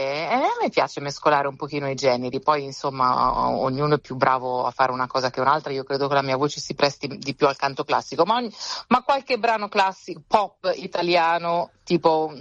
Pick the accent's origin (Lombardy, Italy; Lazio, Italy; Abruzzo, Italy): Abruzzo, Italy; Torricella Peligna; paesello si chiama Torricella Peligna, che è in provincia di Chieti.